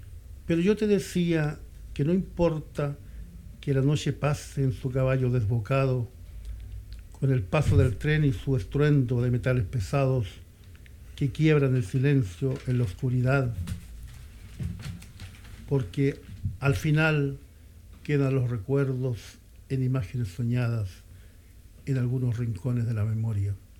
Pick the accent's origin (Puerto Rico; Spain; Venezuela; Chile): Chile; Yerbas Buenas, Maule; also born or lived in Linares / Colbún; yo soy oriundo de Hierbas Buenas, comuna de Linares también.